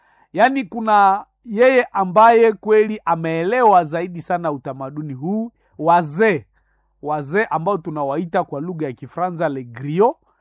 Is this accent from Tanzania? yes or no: no; North Kivu, DR Congo; Ni kama leo kwetu sisi Wanande, wanasema sisi Wanande tulitokea sehemu za Uganda na tulivuka kwenye mgongo ya nyoka.